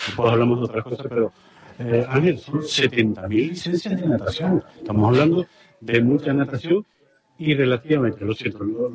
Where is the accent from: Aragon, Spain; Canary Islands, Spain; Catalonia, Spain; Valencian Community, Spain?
Canary Islands, Spain; somos canarios y estamos rodeados de costa, 1.500 kilómetros de costa.